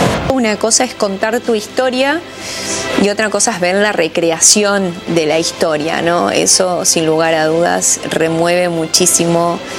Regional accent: Uruguay; uruguaya.

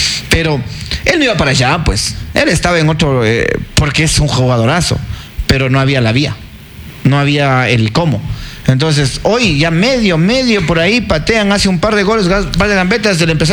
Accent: Ambato, Tungurahua, Ecuador; Nosotros, los de Ambato

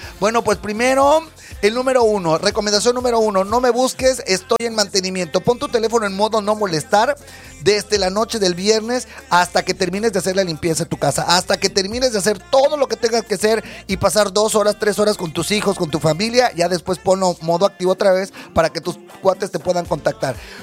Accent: Mexico; Somos mexicanos, obviamente

